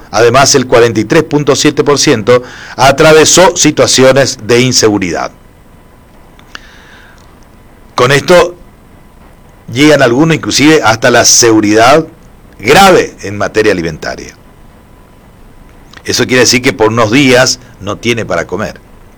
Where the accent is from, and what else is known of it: Argentina